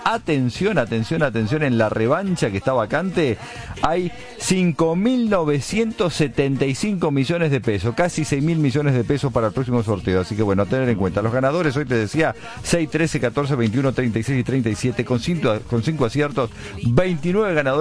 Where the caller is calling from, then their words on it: Victoria, Entre Ríos, Argentina; Por acá en el 1144-000-590 … de Victoria, Entre Ríos.